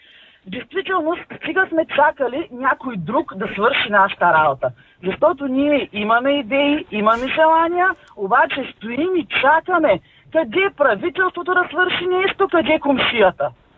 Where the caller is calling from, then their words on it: Burgas, Burgas Province, Bulgaria; съм от Бургас.